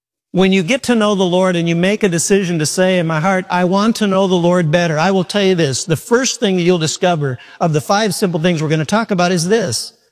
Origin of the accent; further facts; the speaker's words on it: Midwest, United States; And I'm from the Midwest.